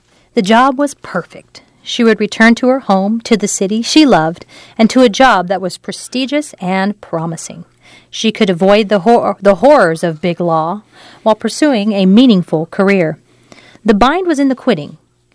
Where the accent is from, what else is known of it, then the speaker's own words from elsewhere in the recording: New York, United States; I'm a New Yorker, Andy. More so now than 3 months ago.